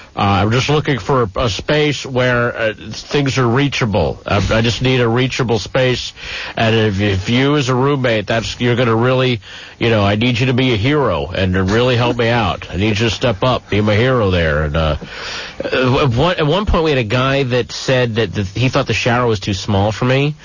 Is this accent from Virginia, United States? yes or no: yes; Virginia, United States; moved away; I'm originally from Virginia.